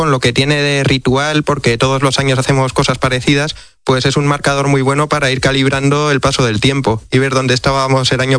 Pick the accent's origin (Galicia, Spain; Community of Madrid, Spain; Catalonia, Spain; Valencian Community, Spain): Community of Madrid, Spain; Madrid; now in Murcia, Spain; yo desde hace 7 años u 8, aunque soy madrileño, me trasladé a Murcia y cumplí ese viejo sueño del veraneante de Madrid que se mueve hacia el mar.